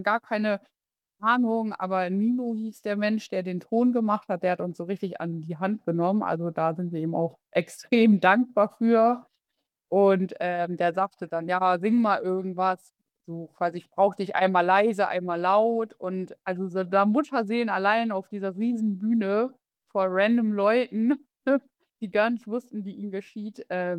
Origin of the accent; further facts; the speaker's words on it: Bremen, Germany; Ja, also ich bin aufgewachsen in Bremen-Nord. Ich weiß gar nicht, ob du dich in Bremen so ein bisschen auskennst.